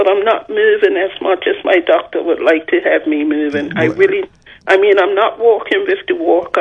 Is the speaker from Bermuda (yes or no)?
yes; Bermuda; I grew up on North Shore